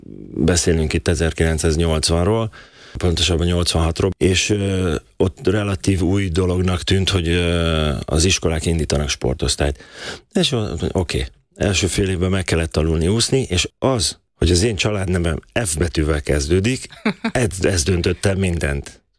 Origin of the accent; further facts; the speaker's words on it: Szeged, Csongrád-Csanád, Hungary; Igen, én Törzsgyökeres szegedi vagyok, még most is szegedi, vagy mindig is szegedinek fogom magam vallani. Ott van az alma máterem, ott jártam ki az iskoláimat, gimnáziumig.